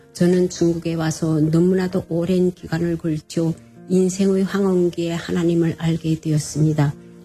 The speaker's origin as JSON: {"language": "Korean", "region": "South Hamgyong", "country": "North Korea", "moved": "yes", "lives_now": "China", "said": "저는 항해남도에서 온"}